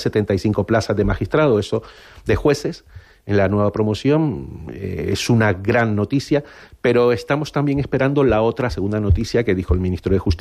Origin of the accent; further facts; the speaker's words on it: Las Palmas de Gran Canaria, Canary Islands, Spain; moved away as an adult; also born or lived in Málaga / Madrid; now in Albacete, Spain; Sí, mi tierra es Las Palmas de Gran Canaria.